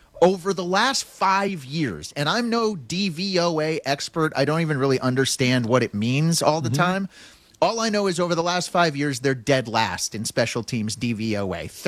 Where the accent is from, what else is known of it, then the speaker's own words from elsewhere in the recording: Denver, Colorado, United States; I remember growing up in Denver.